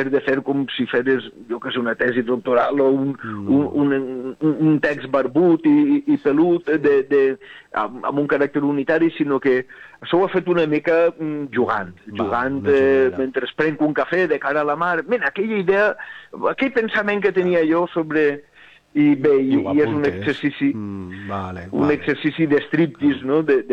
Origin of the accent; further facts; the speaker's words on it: Altea, Valencian Community, Spain; Saps que com a animal que viu a cavall entre Altea, que mon pare és d'Altea, jo soc d'Altea, m'he criat així, però sí.